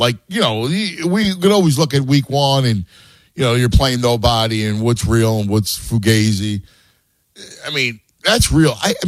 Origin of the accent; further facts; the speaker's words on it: Philadelphia, Pennsylvania, United States; We were 17 years old. We grew up in South Philly